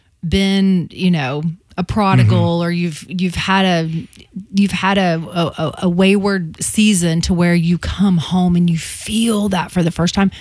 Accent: the South, United States; we grew up in the South.

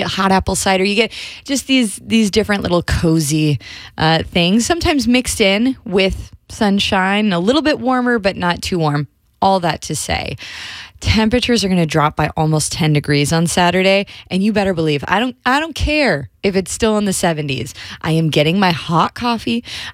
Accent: Minnesota, United States; now in Southeast, United States; I grew up in Minnesota, okay? When I tell you that there was often snow by the end of October, that's the kind of weather change that I grew up

